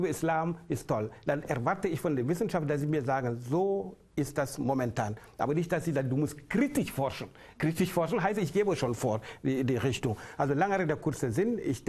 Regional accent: Senegal; Und ein Land wie Senegal, afrikanisches Land, demokratisch, wo ich herkomme, ursprünglich bei 0,6.

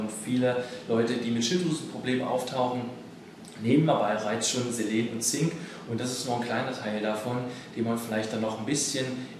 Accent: Halle, Saxony-Anhalt, Germany

